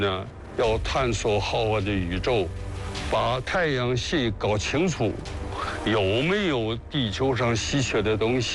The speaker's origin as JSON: {"language": "Chinese", "country": "China"}